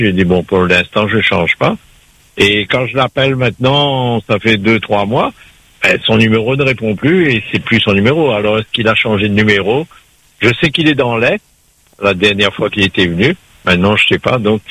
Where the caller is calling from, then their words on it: Saint-Denis, Réunion; Je suis sur Saint-Denis, dans les Hauts, donc voilà.